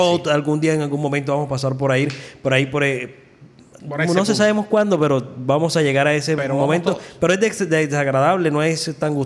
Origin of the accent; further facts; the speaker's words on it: Montes de María, Colombia; also born or lived in Sucre (sabanero, born at Hospital Las Mercedes); yo soy sabanero porque nací en el Hospital Las Mercedes, pero soy montemariano porque aquí me crié en esta tierra, los Montes de María.